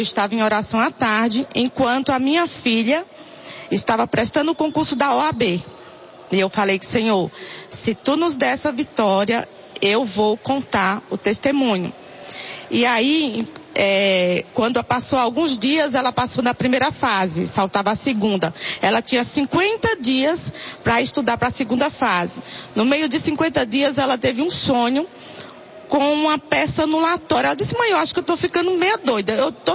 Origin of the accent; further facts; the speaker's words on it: São Paulo, Brazil; eu sou aqui de São Paulo, capital, né?